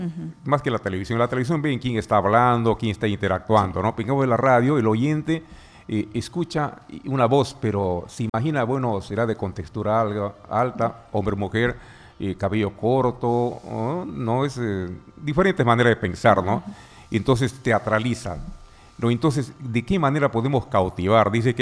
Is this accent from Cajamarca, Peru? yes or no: no; Iquitos, Loreto, Peru; yo soy para Iquitos